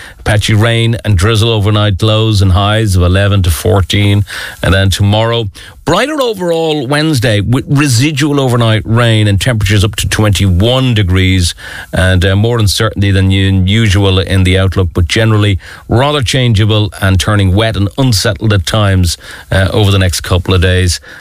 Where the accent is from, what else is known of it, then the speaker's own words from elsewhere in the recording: Ireland; it means so much to us as Irish people.